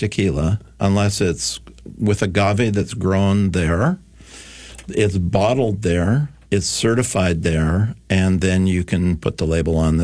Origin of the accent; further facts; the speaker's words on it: Esquimalt, British Columbia, Canada; people say, oh, where are you from? Thinking that we're like from Chicago or Detroit or something.